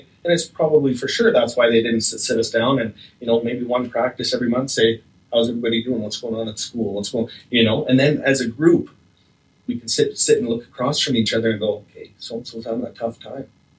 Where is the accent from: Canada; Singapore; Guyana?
Canada; Slave Lake, Alberta; as you guys know, I grew up in Slave Lake, and so there was hockey, there was junior hockey, there was baseball